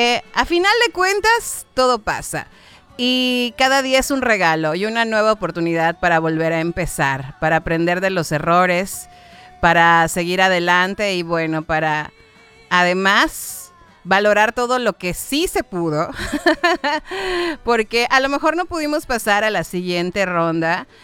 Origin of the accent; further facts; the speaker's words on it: Mexico; nosotros como mexicanos lo dejamos todo, absolutamente todo.